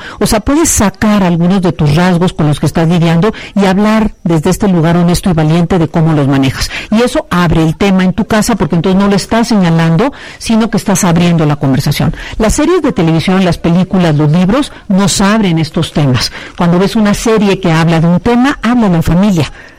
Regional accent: Veracruz, Mexico; moved away; also born or lived in Puebla; yo soy de Veracruz y mi salir al mundo fue de Veracruz a Puebla. Y fue un evento en mi vida.

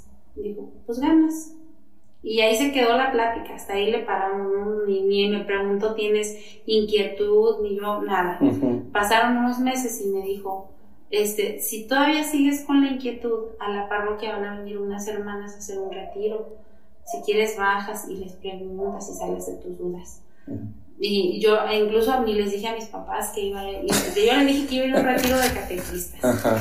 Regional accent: Michoacán, Mexico; moved away; Yo soy originaria de Michoacán

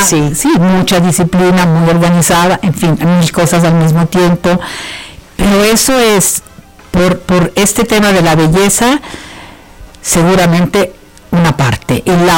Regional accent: Italy; Entonces yo crecí en Italia pensando que éramos las únicas niñas hijas de divorciados.

